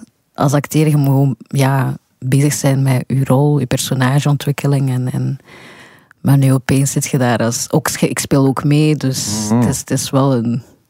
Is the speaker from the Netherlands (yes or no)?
no; Belgium; also born or lived in Rwanda; ik ben dus geboren in Rwanda en in België opgegroeid. En ik denk wel, het is altijd wel een plek proberen vinden, want dan in Rwanda zien ze me niet volledig als Rwandees. In België ben ik ook niet Belg.